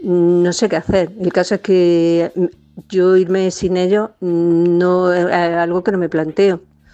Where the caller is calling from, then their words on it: Granada, Andalusia, Spain; vivo en Granada